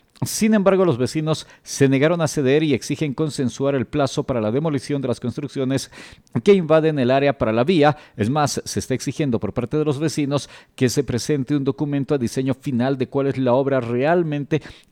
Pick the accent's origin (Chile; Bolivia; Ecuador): Bolivia; Cochabamba